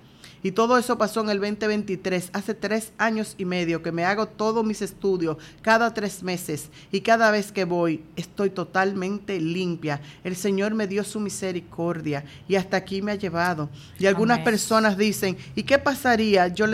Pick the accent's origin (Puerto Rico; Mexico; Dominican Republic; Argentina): Dominican Republic; Santiago de los Caballeros, Santiago; now in United States; y yo soy de Santiago